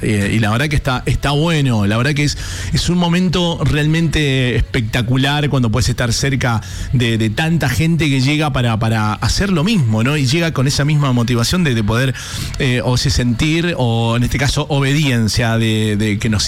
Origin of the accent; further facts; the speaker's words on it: Mendoza, Argentina; como ciudadanos argentinos, amamos Mendoza, amamos nuestro país